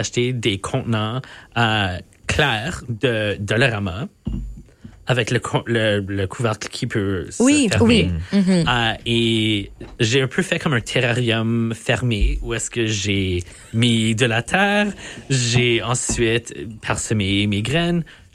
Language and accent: French; Sainte-Anne, Manitoba, Canada; quand j'ai grandi à Sainte-Anne, proche du village de Sainte-Anne